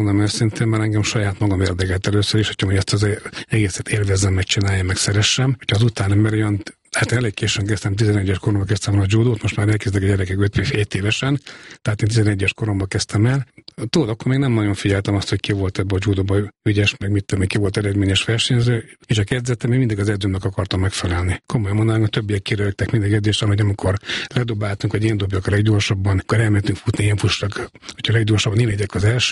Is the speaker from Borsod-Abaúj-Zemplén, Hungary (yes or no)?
yes; Miskolc, Borsod-Abaúj-Zemplén, Hungary; born there; Miskolcon születtem 1965-ben